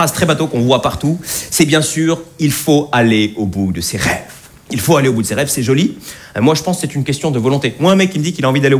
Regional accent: France; Il est français, je suis français. Il mesure 1m72, je mesure 1m72.

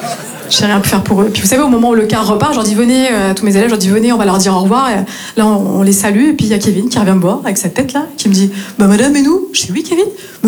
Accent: Northeast France, France; now in Marseille, France

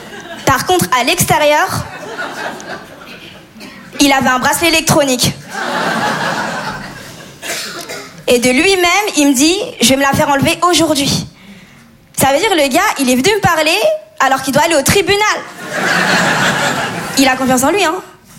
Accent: Comoros

